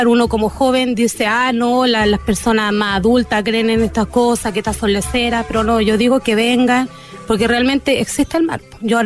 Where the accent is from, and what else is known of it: Pudahuel, Santiago Metropolitan, Chile